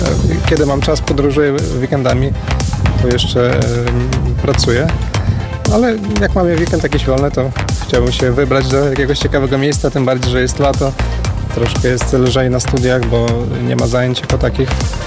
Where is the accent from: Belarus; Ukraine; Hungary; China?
Ukraine; Lviv, Lviv Oblast; now in Wrocław, Poland; Przyjechałem z Lwowa już 10 lat temu i mieszkam na co dzień we Wrocławiu.